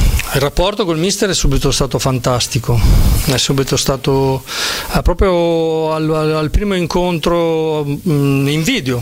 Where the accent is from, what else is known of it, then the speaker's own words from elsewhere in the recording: Sasso Marconi, Emilia-Romagna, Italy; io sono di Sasso Marconi, no? Quindi un paesino piccolo, tantissimi tifosi del Bologna, se non tutti